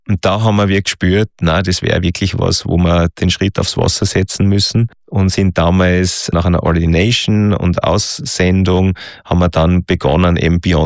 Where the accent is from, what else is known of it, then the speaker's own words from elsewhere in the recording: Austria; also bei uns in Österreich vor allem zwischen die zwei Verbände.